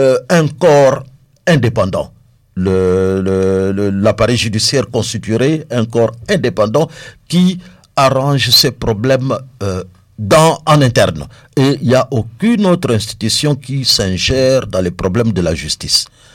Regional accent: DR Congo; Nous sommes Congolais

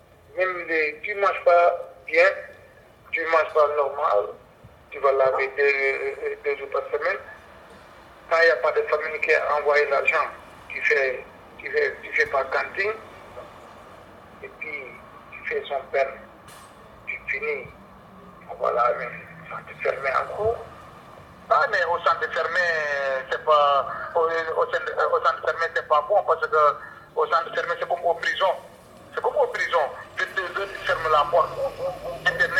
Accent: Senegal; moved away as an adult; now in Belgium; mon pays d'origine du Sénégal. Ouais, ça fait 8 ans que je suis là en Belgique. Moi, je venais ici en 2015

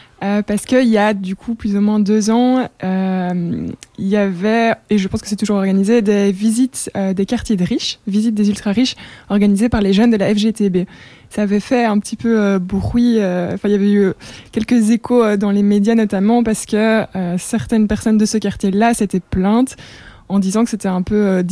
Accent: Etterbeek, Brussels, Belgium; Je viens d'Etterbeek, donc c'était pas trop loin non plus.

